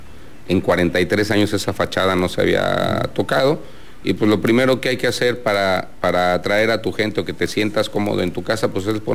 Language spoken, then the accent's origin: Spanish; Mexico City, Mexico; now in Villahermosa, Mexico; yo vengo de la Ciudad de México hace muchos años, y la cultura en la Ciudad de México, en una ciudad con tanta gente, en una ciudad con tanta contaminación